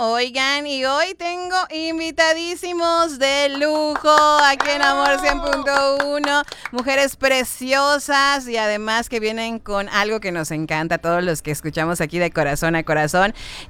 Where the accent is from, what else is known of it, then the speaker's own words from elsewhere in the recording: Yucatán, Mexico; crecimos aquí en Yucatán.